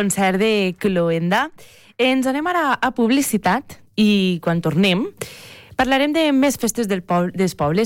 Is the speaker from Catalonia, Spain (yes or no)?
no; Xeraco, Valencian Community, Spain; en el meu poble, en el millor poble de la Safor, en Xeraco